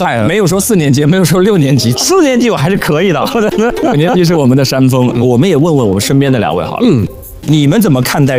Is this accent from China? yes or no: yes; China; 但是我们中国人聊天好像很少绝对否定